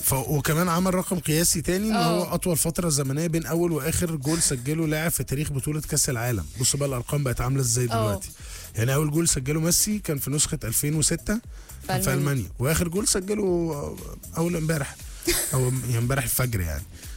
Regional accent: Egypt; عندنا في مصر

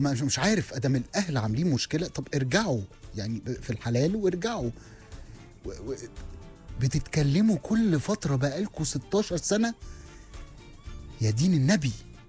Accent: Sohag Governorate, Egypt; ما احنا صعيدة، ما انا من سوهاج انا كمان.

